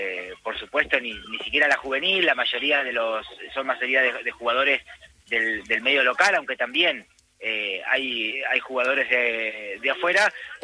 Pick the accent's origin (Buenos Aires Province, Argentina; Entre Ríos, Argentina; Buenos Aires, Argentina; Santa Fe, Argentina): Entre Ríos, Argentina; Lo puedo decir porque no soy de Rosario. Yo no soy nacido en Rosario. Soy entrerriano, así que vengo con...